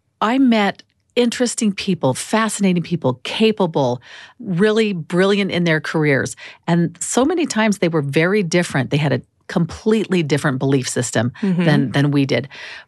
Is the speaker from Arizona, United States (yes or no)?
yes; Phoenix, Arizona, United States; And I'm from Phoenix. I'm an Arizona girl.